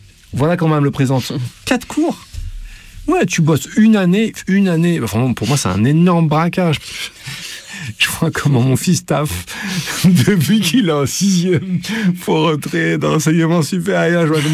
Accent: Villiers-sur-Marne, Île-de-France, France; Villiers-sur-Marne.

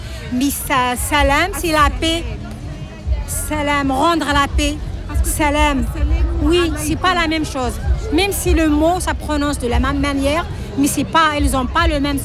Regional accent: Kabylie, Algeria; first language Kabyle; French is a second language; L'anglais, je parle kabyle, c'est ma langue maternelle. Je parle arabe, je parle français et j'ai quelques notions en anglais.

